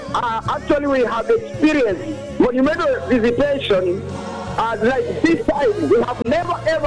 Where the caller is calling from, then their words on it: Mombasa, Mombasa County, Kenya; I'm calling from Kongoya right here in Mombasa. This other part of the Coast region.